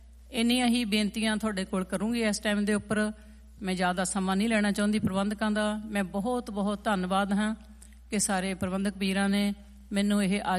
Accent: Punjab, India; moved away as an adult; ਦੇਖੋ, ਅਸੀਂ ਪੰਜਾਬ ਤੋਂ ਆਏ ਹਾਂ ਜਾਂ ਇੰਡੀਆ ਤੋਂ ਆਏ ਹਾਂ, ਕਿਤੋਂ ਵੀ, ਅਸੀਂ ਇੱਕ ਵਧੀਆ ਸਿਸਟਮ ਦੇ ਵਿੱਚ ਜਿਉਣ ਦੇ ਲਈ, ਵਧੀਆ ਜ਼ਿੰਦਗੀ ਜਿਉਣ ਦੇ ਲਈ ਅਸੀਂ ਇੱਥੇ ਆਏ ਹਾਂ।

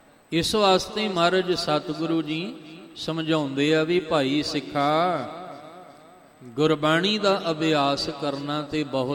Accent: Punjab, India; first language Punjabi; ਅਸੀਂ ਪੰਜਾਬ ਦੀ ਧਰਤੀ ਤੇ ਰਹਿੰਦੇ ਹਾਂ, ਸਾਡੀ ਮਾਂ ਬੋਲੀ ਹੈ, ਇਹ ਮਾਤਰ ਭਾਸ਼ਾ ਹੈ ਸਾਡੀ।

